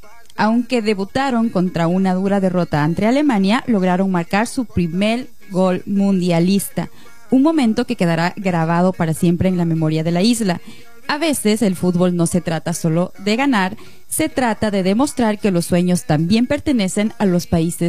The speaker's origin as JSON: {"language": "Spanish", "country": "Ecuador", "said": "Gane o pierda, somos ecuatorianos y estamos aquí para apoyarnos y disfrutar juntos."}